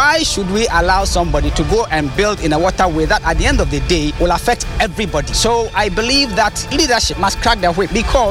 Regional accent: Ghana; So all of us as Ghanaian citizens must learn to abide by the rules and regulations and be law-abiding citizens

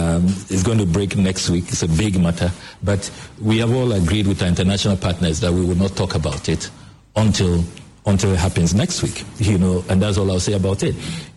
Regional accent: Ghana; I'm also a Ghanaian.

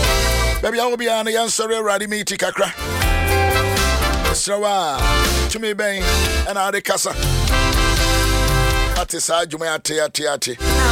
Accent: Canada; And I can say, I'm from Canada.

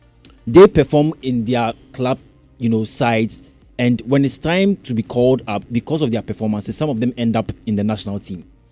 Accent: Ghana; Then I told them that I was from Ghana through conversation.

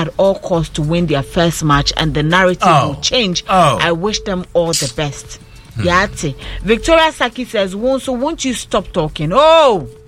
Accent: Ghana; Guys, I'm so fortunate to be a Ghanaian. Assume I am from Indonesia.

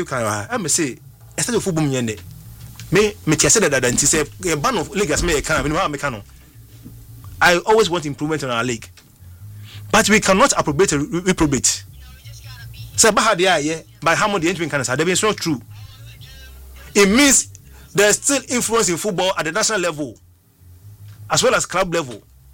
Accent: Yemen; Then because I'm from Yemen, my AF in time for him, the Moka.

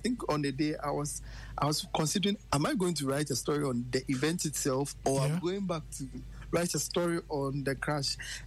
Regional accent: Obuasi, Ashanti, Ghana; I am from Obuasi

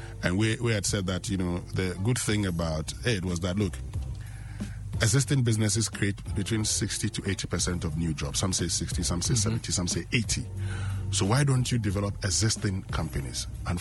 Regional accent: Mpohor, Western Region, Ghana; I come from Mpoho.

